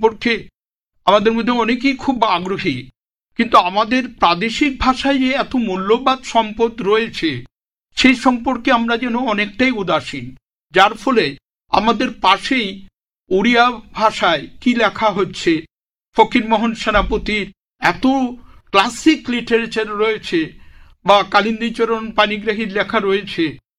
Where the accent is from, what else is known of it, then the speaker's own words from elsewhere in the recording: Assam, India; moved away as an adult; now in Kolkata, India; অসমে জন্ম, অসমে পড়াশোনা, সমস্ত কিছু অসমে হওয়া সত্ত্বেও